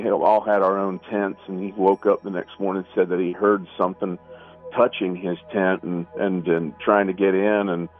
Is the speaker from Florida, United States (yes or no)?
yes; Florida, United States; I'm from Southwest Florida and lived here my whole life. My family's from here.